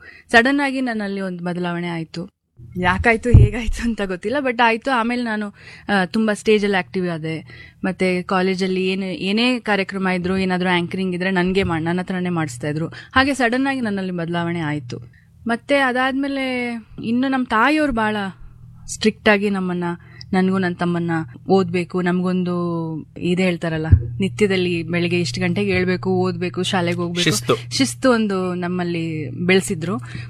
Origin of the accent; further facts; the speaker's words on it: Mysore, Karnataka, India; ನಾವು ಮೈಸೂರಲ್ಲೇ ಓದಿದ್ದು ಬೆಳೆದಿದ್ದೆಲ್ಲ. ನಿರ್ಮಲಾ ಕಾನ್ವೆಂಟಲ್ಲಿ ನಾನು ನನ್ನ ಹೈಸ್ಕೂಲು ಮತ್ತೆ ಪ್ರೈಮರಿ ಎಲ್ಲ ಮುಗಿಸಿದೆ.